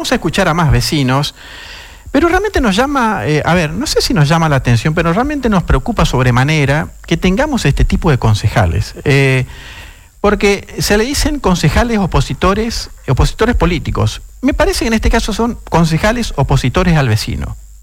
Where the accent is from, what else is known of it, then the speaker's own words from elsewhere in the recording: Resistencia, Chaco, Argentina; somos vecinos de Resistencia